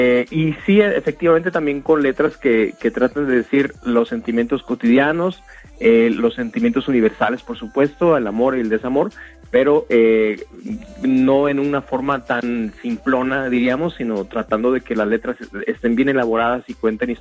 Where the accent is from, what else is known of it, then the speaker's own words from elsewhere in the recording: Mexico; la verdad es que como mexicano dices, wow, eso me corre por la sangre.